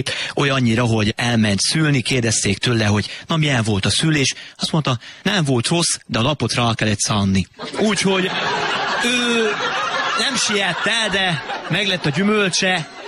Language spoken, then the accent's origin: Hungarian; Székely Land, Romania; Hát mondom, székely vagyunk, mi mindent kibírunk